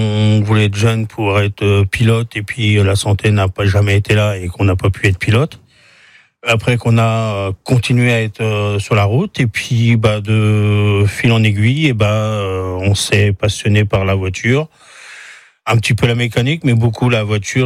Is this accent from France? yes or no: yes; Le Mans, Pays de la Loire, France; born there; Je suis né au Mans